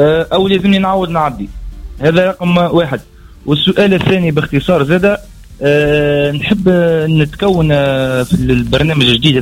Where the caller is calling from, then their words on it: Sfax, Sfax Governorate, Tunisia; من سفاقس.